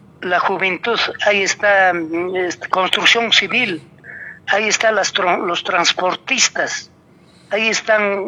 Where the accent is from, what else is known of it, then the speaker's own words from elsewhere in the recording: Calca province, Cusco, Peru; acá en la provincia de Calca